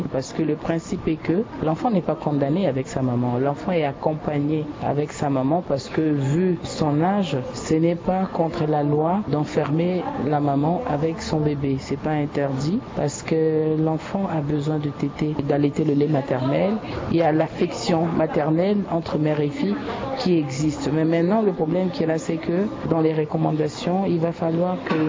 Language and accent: French; Central African Republic; ici, pour chez nous, en République centrafricaine